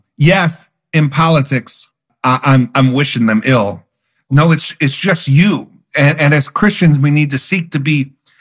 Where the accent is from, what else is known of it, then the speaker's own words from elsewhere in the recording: Buffalo, New York, United States; So I grew up in Buffalo, New York